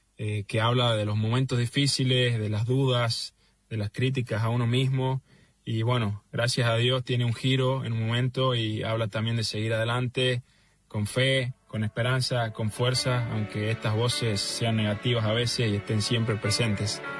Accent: Tucumán, Argentina; soy de Tucumán.

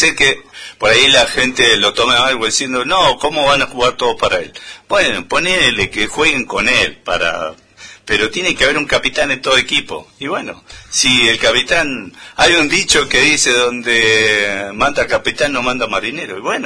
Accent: Argentina; somos argentinos

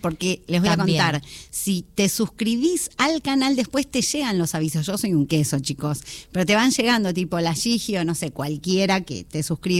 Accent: Buenos Aires, Argentina; Yo soy una porteña que estuvo mucho en Latinoamérica, pero no soy de ninguno de esos lugares

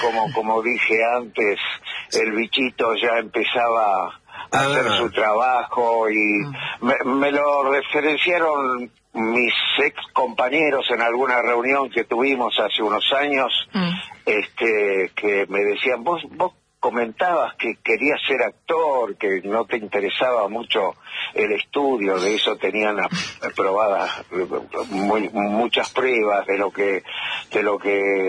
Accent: Buenos Aires, Argentina; born there; Nací en el barrio de Versalles.

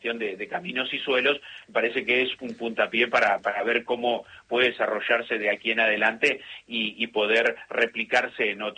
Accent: Lincoln, Buenos Aires Province, Argentina; voy para mi pueblo, que el partido de Lincoln, que atraviesa ya Carlos Tejedor también

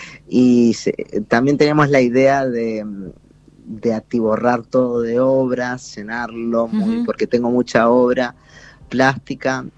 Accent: Uruguay; yo soy uruguayo.

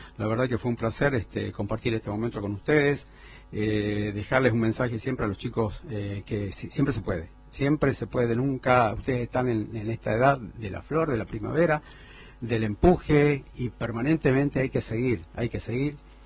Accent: Mina Pirquitas, Jujuy, Argentina; born there; now in San Salvador de Jujuy, Argentina; yo nací en Mina Pirquitas.

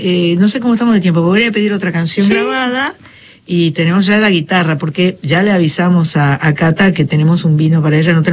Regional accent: Argentina; Es que nosotros somos argentinos, pero somos latinoamericanos.

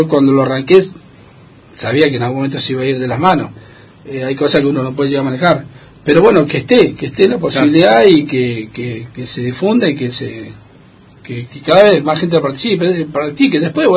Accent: Argentina; somos argentinos

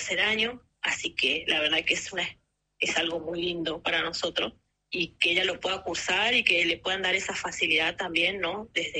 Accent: Formosa, Argentina; born there; now in Río Grande, Argentina; ambos nacimos en la provincia de Formosa. Sí. Residimos en Tierra del Fuego, Antártida, Isla del Atlántico Sur, más precisamente en Río Grande.

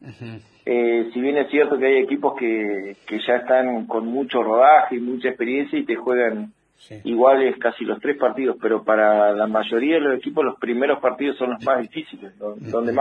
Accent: Fontana, Chaco, Argentina; para los que somos de Fontana toda la vida es medio raro, viste, que haya un Fontana B, sí.

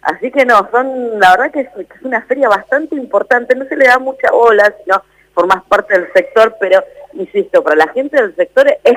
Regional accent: Argentina

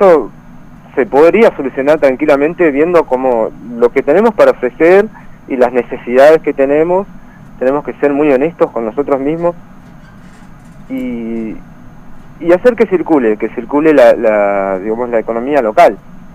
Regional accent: Esquel, Chubut, Argentina; moved away; also born or lived in Buenos Aires; yo me crié en Esquel, año 90

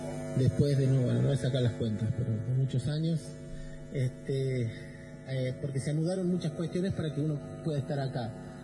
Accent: Catamarca, Argentina; prevención de suicidio que funciona en Catamarca, y es el primer año que puedo venir a dar una charla a mi pueblo.

